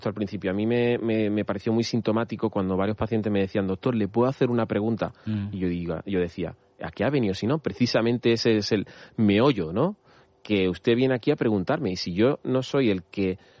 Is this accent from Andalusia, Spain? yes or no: yes; Andalusia, Spain; Yo que soy andaluz, pues Vallecas puede ser lo que más se parece a Andalucía, ¿no?